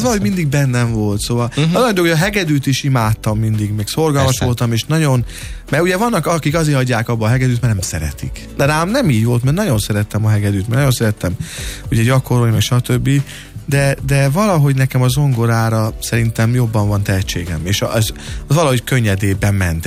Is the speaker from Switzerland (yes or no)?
no; Kunszentmiklós, Bács-Kiskun, Hungary; Azt tudni kell, hogy én Kunszentmiklósi vagyok eredetileg. Kunszentmiklósi … egyébként, ugye mi Kunszentmiklósra valók vagyunk.